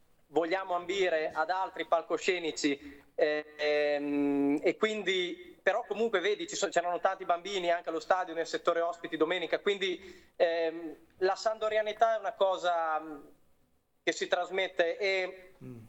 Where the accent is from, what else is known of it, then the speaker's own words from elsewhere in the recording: Bologna, Emilia-Romagna, Italy; io sono di Bologna e ho a che fare quotidianamente con tifosi del Bologna